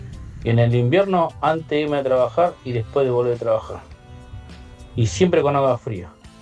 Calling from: Merlo, Buenos Aires Province, Argentina; de Merlo.

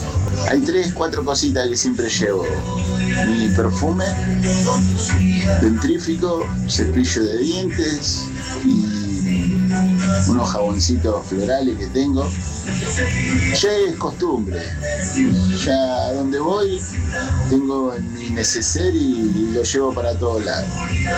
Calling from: San Justo, Buenos Aires Province, Argentina; de San Justo

